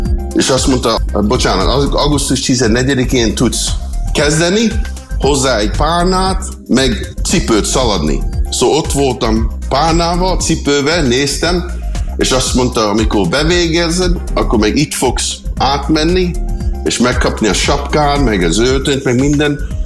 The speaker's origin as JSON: {"language": "Hungarian", "country": "Hungary", "lives_now": "United States", "said": "Én olyan boldog vagyok, hogy magyar vagyok."}